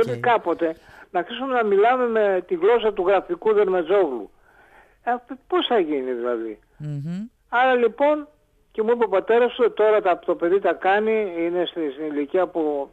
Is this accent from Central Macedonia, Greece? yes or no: no; South Aegean, Greece; born there; αναγνώρισα την πατρίδα μου, στη Σαντορίνη